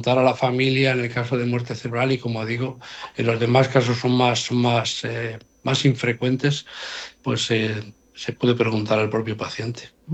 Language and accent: Spanish; Spain; somos todos los españoles.